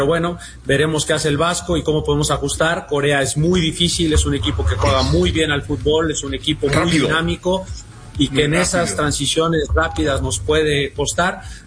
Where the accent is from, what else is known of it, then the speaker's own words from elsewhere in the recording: Mexico; es también somos mexicanos y apoyamos a todos los que juegan en la selección de México